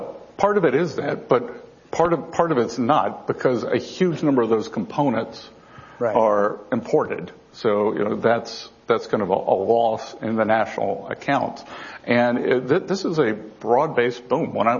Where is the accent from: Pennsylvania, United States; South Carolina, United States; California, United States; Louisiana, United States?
South Carolina, United States; Charleston; My hometown in Charleston, Boeing is, it's where they build the Dreamliner.